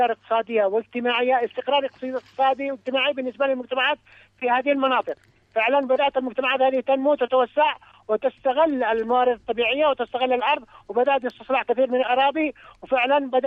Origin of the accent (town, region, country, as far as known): Yemen